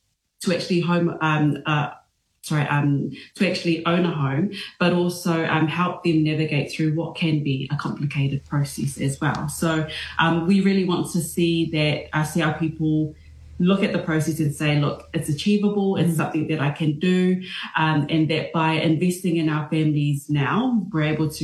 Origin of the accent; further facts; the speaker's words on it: Samoa; now in Wellington, New Zealand; I hail from Samoa. Villages are Sanaku and Salemoa. And here in Wellington from the Heart Valley.